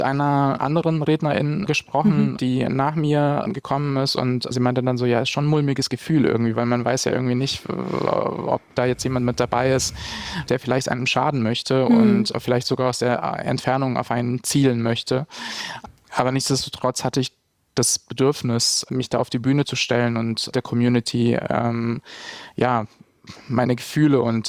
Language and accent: German; Bosnia & Herzegovina; now in Berlin, Germany; komme gebürtig aus Bosnien und Herzegowina, lebe seit 17 Jahren in Berlin und bin queerer Aktivist.